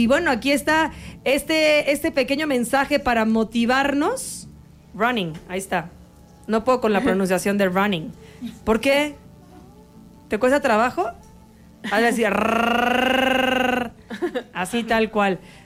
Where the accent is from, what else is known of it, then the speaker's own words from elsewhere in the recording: El Marqués, Querétaro, Mexico; Acá yo soy del Marqués y hace dos fines empecé a ir con ellas.